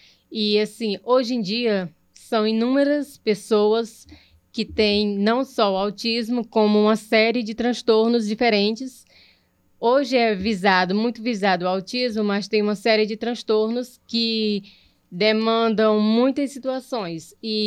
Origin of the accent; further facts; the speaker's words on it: Redenção, Brazil; Eu sou de Redenção